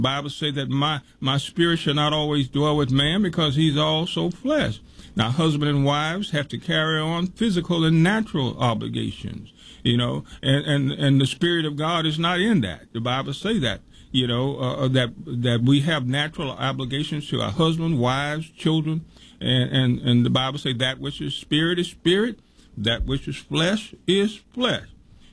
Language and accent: English; Louisiana, United States; I'm originally from Louisiana here.